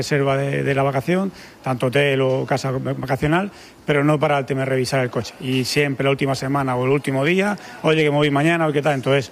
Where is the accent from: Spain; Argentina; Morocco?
Spain; Lógicamente somos españoles